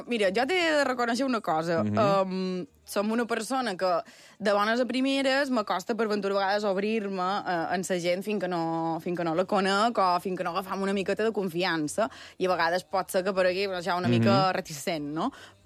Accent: Sencelles, Balearic Islands, Spain; born or raised there; now in Palma, Spain

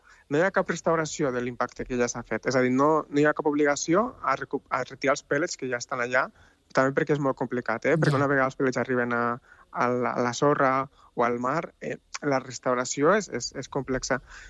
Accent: Tarragona, Catalonia, Spain; now in Basque Country, Spain; jo sóc de Tarragona, però jo estic vivint al País Basc

